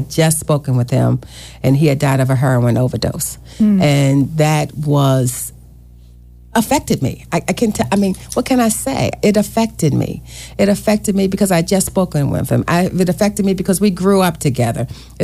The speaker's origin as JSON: {"language": "English", "town": "Baltimore", "region": "Maryland", "country": "United States", "tie": "born or raised there", "said": "I grew up in Baltimore City"}